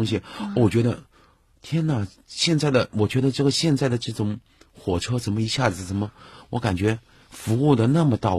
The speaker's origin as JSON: {"language": "Chinese", "region": "Yunnan", "country": "China", "said": "我是云南人，当年你知道的，就是我小时候的时候，家里条件大家都差不多"}